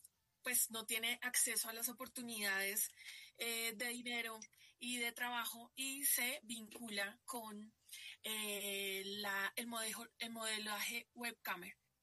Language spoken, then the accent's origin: Spanish; Bogotá, Colombia; pues porque yo soy Rola y estoy enamoradísima de Bogotá.